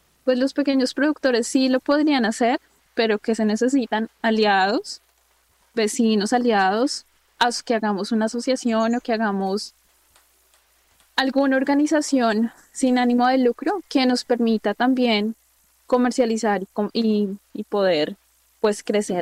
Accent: Colombia; Como colombianos a veces nos cuesta mirar esta parte, ¿sí?

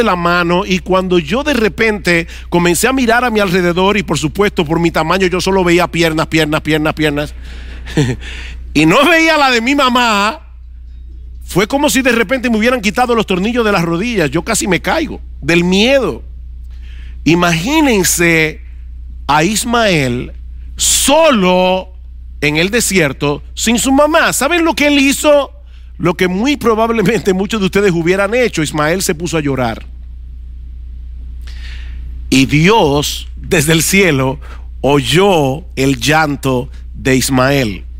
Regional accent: San Juan de la Maguana, San Juan, Dominican Republic; born there; cuando yo estaba pequeño, yo tenía como 5 o 6 años de edad, en el pueblo donde yo nací, que se llamaba San Juan de la Maguana, o se llama todavía San Juan de la Maguana

